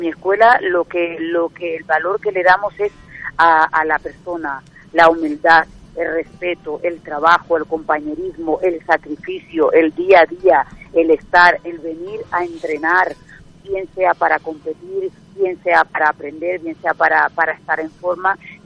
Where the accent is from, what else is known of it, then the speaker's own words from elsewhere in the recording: Venezuela; moved away as an adult; now in Barcelona, Spain; yo soy de Venezuela, llegué aquí a España, a Barcelona, con 20 añitos